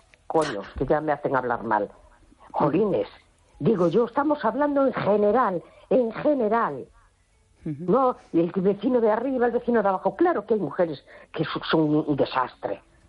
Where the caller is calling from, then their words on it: A Coruña, Galicia, Spain; de La Coruña.